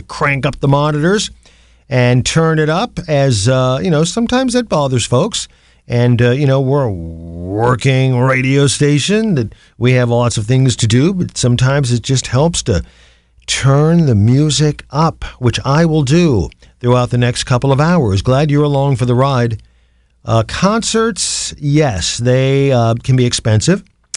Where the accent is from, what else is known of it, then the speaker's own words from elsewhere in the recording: Canton, Ohio, United States; Non-commercial public radio for Akron and my hometown of Canton.